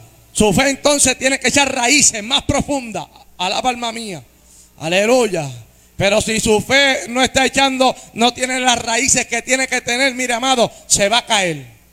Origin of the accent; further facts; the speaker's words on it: Puerto Rico; moved away as an adult; also born or lived in United States; La segunda pelea que tuve con un león, amado, fue cuando llegué de los Estados Unidos a Puerto Rico. Que me encontré con 25 años de edad viviendo en casa de mis padres de nuevo. Yo me había ido a los 18 y volví de nuevo a la casa de mis padres.